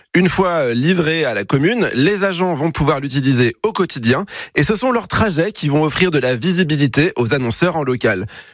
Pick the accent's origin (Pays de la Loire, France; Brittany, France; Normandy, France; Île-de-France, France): Brittany, France; Plouarnel; born there; Et on part dans mon village natal aujourd'hui, Plouarnel, dans le Morbihan Sud, à côté de Carnac. Très joli village, hein, si vous passez par là